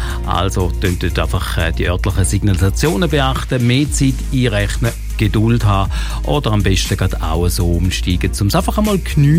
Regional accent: Thurgau, Switzerland; moved away; als gebürtiger Thurgauer, der immer wieder Heimweh hat in die Gegenden gross in dem Moment auf Sigershausen und Kötzlingen. Da bin ich gross geworden, der Romanson bin ich in die Schule.

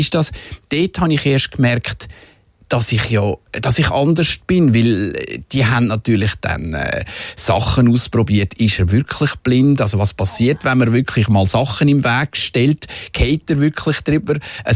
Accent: Zurich, Switzerland; born there; also born or lived in Winterthur; wo wir von Winterthur auf Zürich gezügelt sind und es im Quartier nicht mehr normal war, weil ich bin ja zuerst in Winterthur aufgewachsen, bei den ersten 7 Jahren.

